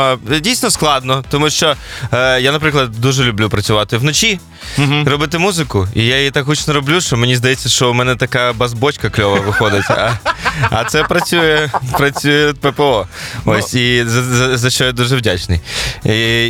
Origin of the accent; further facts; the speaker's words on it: Kyiv, Ukraine; я такий виріс в спальних районах, я народився і виріс на Троєщині, а потім уже переїхав на Оболонь